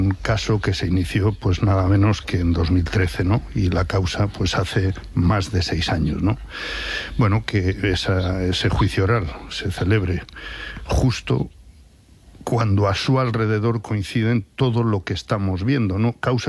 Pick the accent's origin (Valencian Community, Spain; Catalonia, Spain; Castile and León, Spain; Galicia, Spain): Castile and León, Spain; León; No sospecho, para, soy de León.